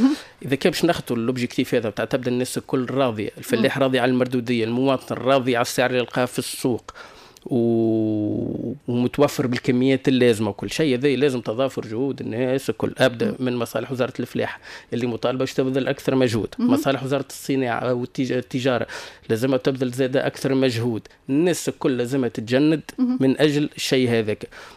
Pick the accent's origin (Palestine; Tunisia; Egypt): Tunisia; نحن كتوانسه